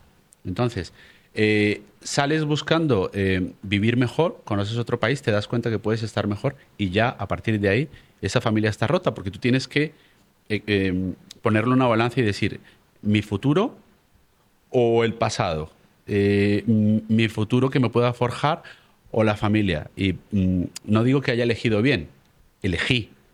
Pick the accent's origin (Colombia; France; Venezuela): Colombia; moved away as an adult; now in Spain; Yo llevo viviendo 25 años en España, hace 27 que salí de mi país de origen, que es Colombia